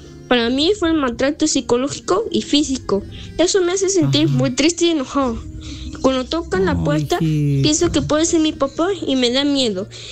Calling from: Lima, Peru; Tengo 11 años y vivo en Lima.

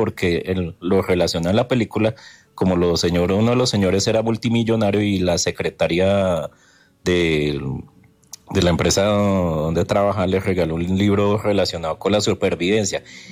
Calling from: Bogotá, Colombia; aquí desde la localidad de Fontibón.

